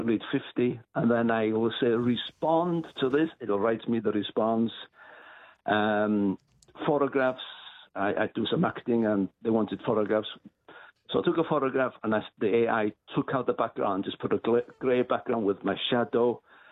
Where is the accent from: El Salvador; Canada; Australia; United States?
Australia; also born or lived in Wales; I'm an Australian, but I was born in Wales.